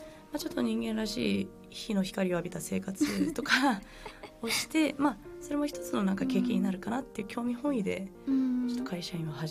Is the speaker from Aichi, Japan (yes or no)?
no; Ebetsu, Hokkaido, Japan; もともとは江別市出身の、もう江別育ちにはなります、